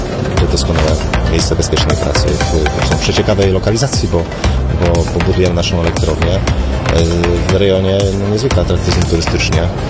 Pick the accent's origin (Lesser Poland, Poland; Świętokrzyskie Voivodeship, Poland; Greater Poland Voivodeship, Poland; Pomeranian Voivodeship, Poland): Pomeranian Voivodeship, Poland; jestem tam Pomorzaninem, nie urodziłem się w Gdańsku, ale jestem z Pomorza i doceniam walory tej części Polski.